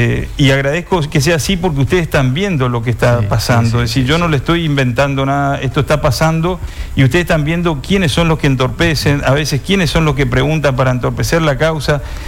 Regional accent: Formosa, Argentina; Yo soy de Formosa

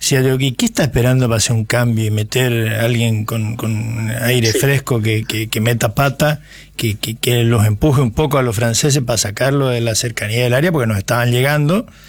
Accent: Argentina; ¿qué somos los argentinos?

